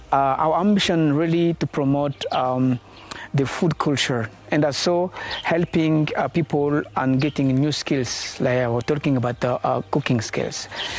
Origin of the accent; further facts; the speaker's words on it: Germany; moved away; I grew up in Germany, so sometimes I lose my passion very quickly.